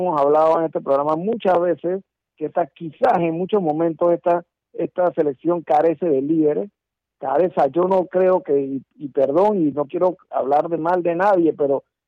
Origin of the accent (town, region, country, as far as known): Panama